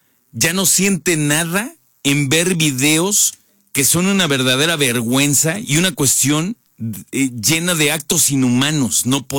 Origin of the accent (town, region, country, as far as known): Mexico